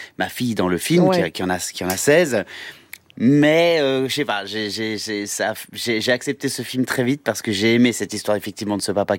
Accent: Réunion, France; puisque moi aussi je suis réunionnais

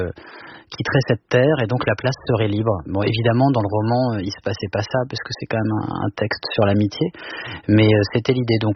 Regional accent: Le Havre, Normandy, France; born or raised there

